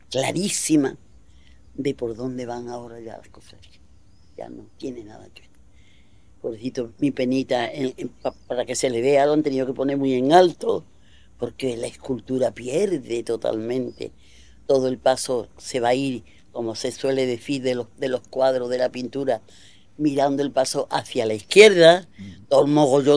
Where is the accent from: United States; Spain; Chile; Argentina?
Spain; Seville, Andalusia; desde que mi madre y mis padres se trasladaron desde Triana, donde yo nací, en el barrio de Voluntad, a la Puerta de la Arena, yo, mi infancia, ya de jugar en la calle y eso, fue en la Puerta de la Arena